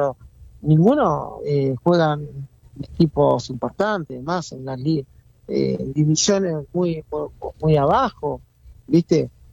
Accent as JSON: {"language": "Spanish", "country": "Argentina", "said": "No, siempre. Soy argentino."}